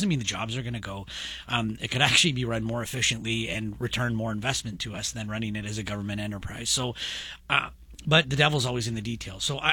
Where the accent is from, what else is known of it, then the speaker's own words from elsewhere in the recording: Canada; I'm a Canadian first.